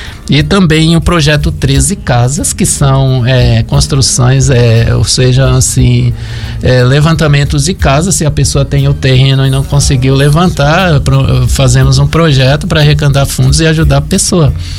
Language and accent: Portuguese; Brazil; moved away; Mandar meu abraço para Diego e Tatiane, lá de Januário, a minha terra